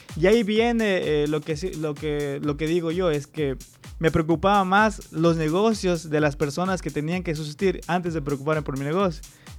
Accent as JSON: {"language": "Spanish", "country": "Ecuador"}